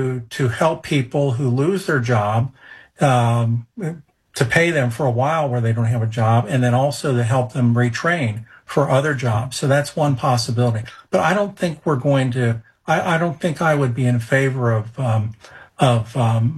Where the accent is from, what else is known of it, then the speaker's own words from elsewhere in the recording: Ohio, United States; now in North Carolina, United States; My home state of Ohio